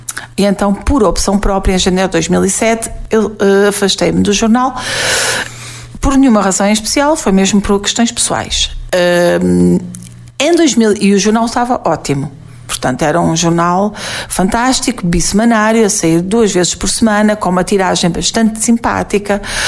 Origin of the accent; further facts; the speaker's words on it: Portalegre, Alentejo, Portugal; moved away as an adult; also born or lived in Évora; Porto Alegre é a minha terra, é a minha cidade